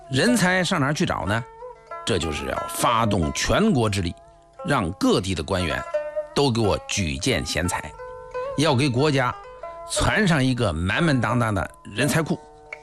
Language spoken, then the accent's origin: Chinese; Hebei, China; 我们河北人董仲舒